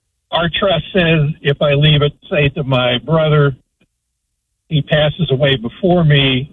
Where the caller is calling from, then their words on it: Bradenton, Florida, United States; Bradenton.